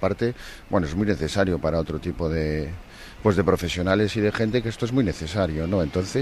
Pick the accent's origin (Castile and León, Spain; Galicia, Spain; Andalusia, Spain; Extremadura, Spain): Galicia, Spain; Pontevedra; now in Lugo, Spain; Sí, soy de Pontevedra, pero resido en Lugo desde hace unos años.